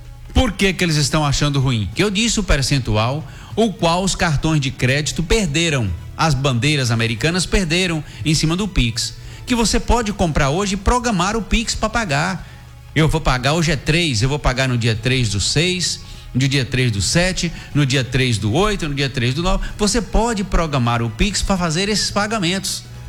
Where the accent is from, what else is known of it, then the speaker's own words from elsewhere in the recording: Brazil; nós que somos brasileiros